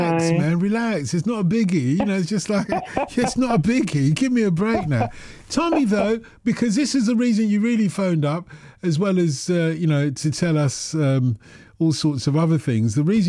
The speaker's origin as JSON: {"language": "English", "region": "London", "country": "United Kingdom", "tie": "born or raised there"}